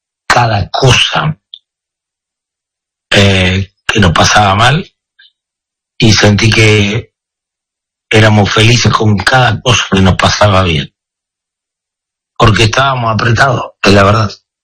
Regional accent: Argentina; yo soy argentino, bueno, somos súper argentinos

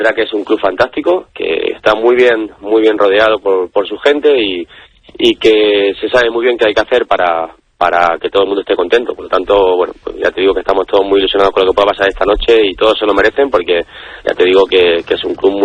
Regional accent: Almería, Andalusia, Spain; Y desde aquí, que es verdad que yo soy almeriense y estoy en la ciudad

